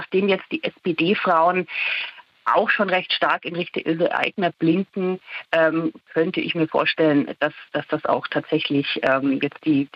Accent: Bavaria, Germany; moved away; Ich bin ja aus Bayern ursprünglich mal

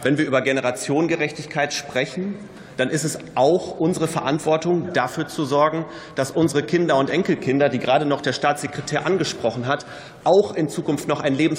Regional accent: North Rhine-Westphalia, Germany; Ich komme aus Nordrhein-Westfalen. Der Rhein ist die wichtigste Wasserstraße in unserem Bundesland.

